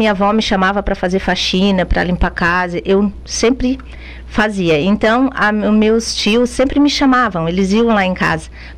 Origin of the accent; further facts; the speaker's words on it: Araranguá, Santa Catarina, Brazil; desde pequena, né, fui criada ali na Sanga da Toca. A minha família é dali, né? Minha família, meus avós, meus tios, tios dos meus pais. Então, eu me criei ali